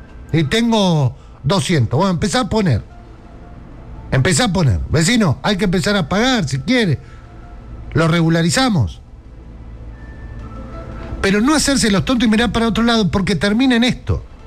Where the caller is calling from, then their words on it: Berisso, Buenos Aires Province, Argentina; Soy de Berisso, barrio El Carmen.